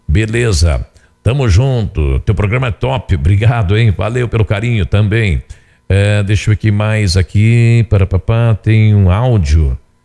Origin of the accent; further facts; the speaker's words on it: Iporã do Oeste, Paraná, Brazil; sou de Ipora do Oeste.